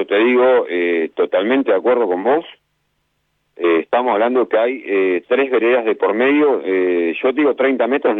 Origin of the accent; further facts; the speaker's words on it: Buenos Aires Province, Argentina; yo me crié en Guay